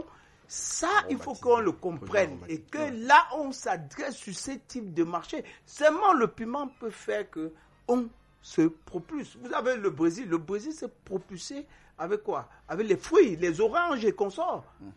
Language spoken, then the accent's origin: French; Cameroon; Parce qu'on a l'habitude, chez nous au Cameroun, de mettre les charrues avant les bœufs.